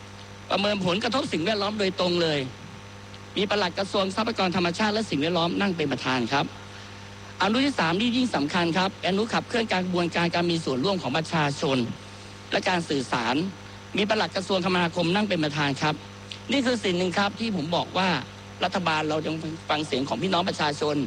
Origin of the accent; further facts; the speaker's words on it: Ranong, Thailand; ผมเป็นคนระนองคนหนึ่ง